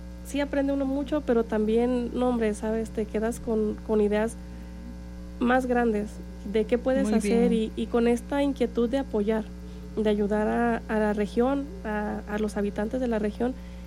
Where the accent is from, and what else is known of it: Tonaya, Jalisco, Mexico; born or raised there